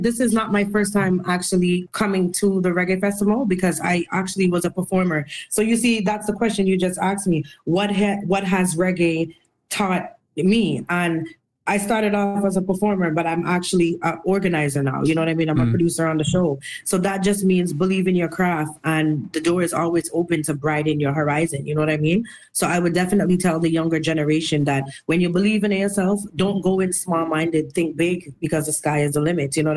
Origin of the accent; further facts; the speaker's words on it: Canada; when I go to the States, when I travel, when I get onto these international shows, I let them know I'm from Canada.